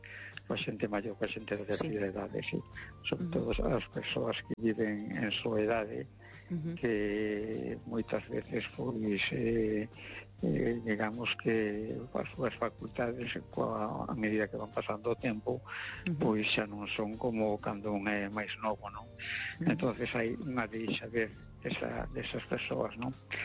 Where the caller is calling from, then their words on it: A Coruña, Galicia, Spain; de Coruña.